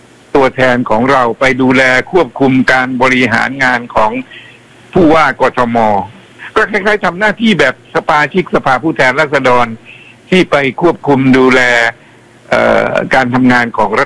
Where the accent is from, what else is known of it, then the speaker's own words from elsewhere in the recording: Bangkok, Thailand; ก็เพราะว่าผมเป็นคนกรุงเทพที่อยู่คอนโดมิเนียมสูงอยู่ชั้น24 อยู่แถวบางพลัดเนี่ยนะฮะ